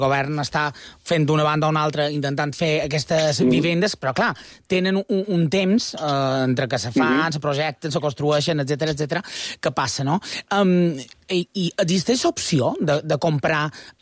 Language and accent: Catalan; Consell, Balearic Islands, Spain; Jo, per exemple, som de Consell